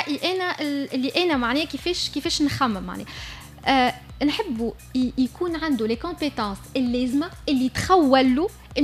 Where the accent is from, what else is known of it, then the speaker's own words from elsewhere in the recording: Tunisia; عندنا في تونس